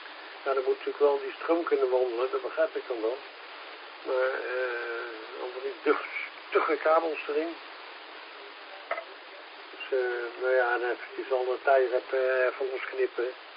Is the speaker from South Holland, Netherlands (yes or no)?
no; Utrecht, Netherlands; Maar ja, we zijn nog steeds trots dat we uit Utrecht komen.